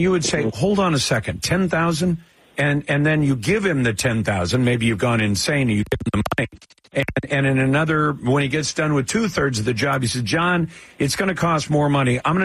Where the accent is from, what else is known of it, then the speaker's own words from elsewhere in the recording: Washington, United States; born there; I'll give my home state, Washington State, as an example.